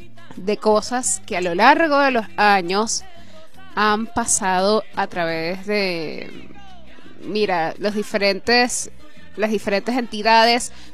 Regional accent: Venezuela; se ha robado los corazones de nosotros los venezolanos

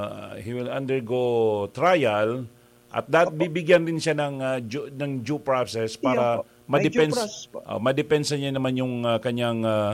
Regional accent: Guinobatan, Bicol Region, Philippines; now in Naga, Philippines; mga taga Albay tayo. Ako sir taga Ginubatan man ako.

